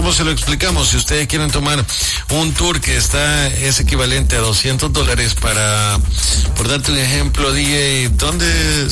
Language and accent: Spanish; El Salvador; esa percepción tenemos como salvadoreños